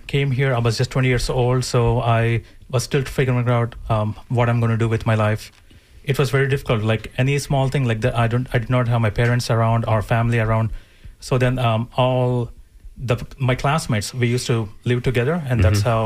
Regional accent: Vijayawada, Andhra Pradesh, India; English is a second language; So I grew up in India, Vijayawada, and I went to school over there growing up.

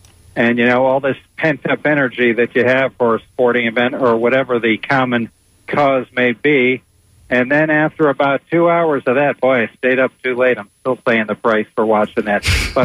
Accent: Connecticut, United States; I'm from Connecticut originally, and when they won their first title in 1970, we were huge Knicks fans.

